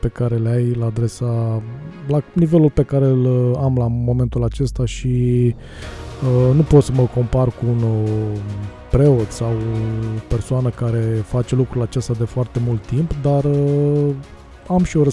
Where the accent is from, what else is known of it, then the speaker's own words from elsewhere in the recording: Iași, Iași County, Romania; moved away as an adult; now in Brașov, Romania; Și la 20 de ani am plecat din Iași și m-a dus viața la Brașov.